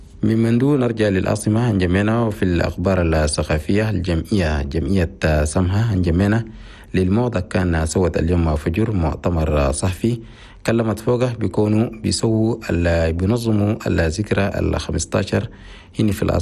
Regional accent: Chad; بلدنا تشاد

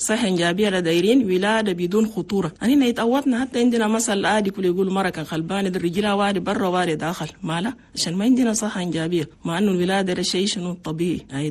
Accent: Chad; لأننا نحن عندنا في تشاد نسبة موت عن الأمهات اللي بموتوا في ولودها كتير مرة واحد

